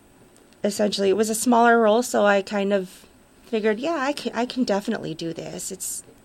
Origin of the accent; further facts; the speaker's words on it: El Paso, Texas, United States; moved away as an adult; now in Coleman, Wisconsin, United States; I'm from Texas, raised there, and moved up here about 8 years ago. And I live in Coleman, Wisconsin.